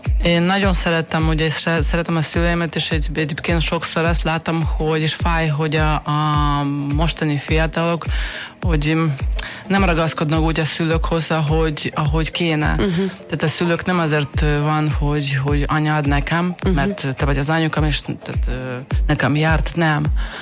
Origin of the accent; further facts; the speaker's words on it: Russia; now in Hungary; nem azért, hogy magyar lettem, azért, hogy mi lesz velem, akkor most én orosz vagyok, vagy magyar